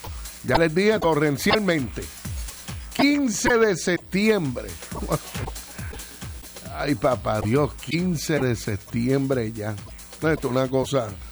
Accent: Añasco, Puerto Rico; Yo diría San Sebastián, Moca, me imagino yo Aguada, mi pueblo de Añasco.

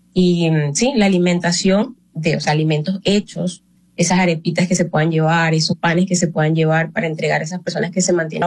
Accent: Barquisimeto, Lara, Venezuela

